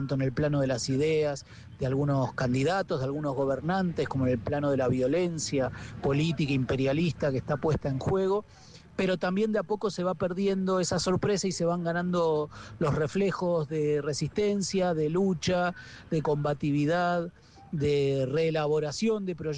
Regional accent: Argentina; Por mi trabajo como periodista, investigador, estoy ahora en Colombia, soy argentino

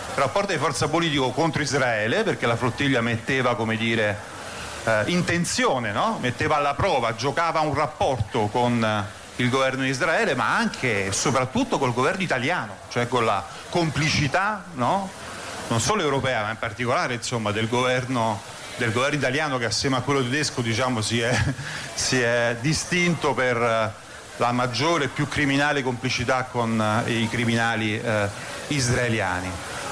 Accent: Rome, Lazio, Italy; Io vengo da Roma, faccio politica, militanza nei movimenti sociali dalla fine degli anni 90

